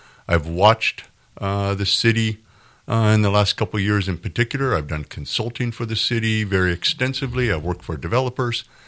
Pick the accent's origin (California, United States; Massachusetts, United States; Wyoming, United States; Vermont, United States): California, United States; Redding; also born or lived in Anderson, California; I'm a fifth generation far northern California. Have very proud of my cattle and cowboy roots coming out of Modoc County, my mom's side. I was born in Reading. Went to school in Anderson High School